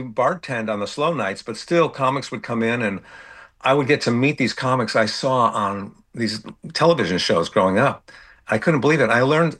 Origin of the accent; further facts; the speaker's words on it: Bridgeport, Connecticut, United States; moved away as an adult; I grew up in Connecticut, Bridgeport, Connecticut. So I'm an East Coast guy.